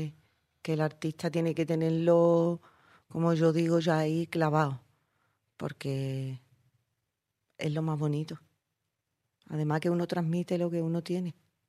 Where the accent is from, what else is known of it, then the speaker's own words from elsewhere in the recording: El Puerto de Santa María, Andalusia, Spain; Porque yo soy del puerto, pero yo amo a Jerez